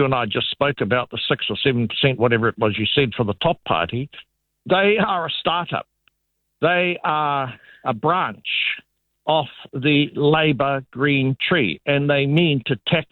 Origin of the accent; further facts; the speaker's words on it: Kaitaia, Northland, New Zealand; I come from Kaitaia.